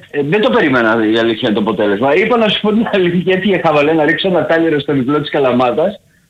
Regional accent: Athens, Attica, Greece; born or raised there

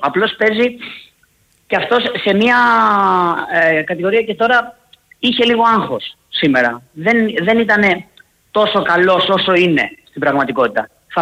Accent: Peloponnese, Greece; εγώ πήγα σαν Πελοποννήσιος και εντάξει, έχω καλαματιανούς πολλούς φίλους

